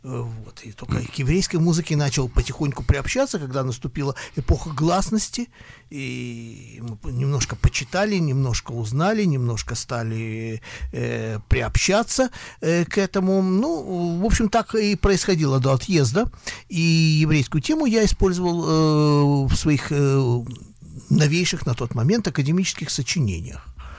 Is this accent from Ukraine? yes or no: yes; Odesa, Odesa Oblast, Ukraine; Жил, да, я жил на уроженец Одессы.